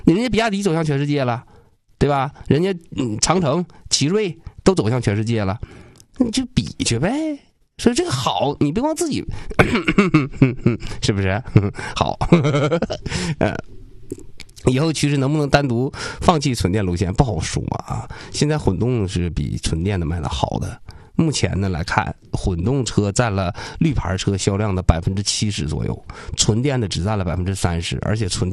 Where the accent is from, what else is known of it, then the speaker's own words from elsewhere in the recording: China; 别管我们中国人享受是吧？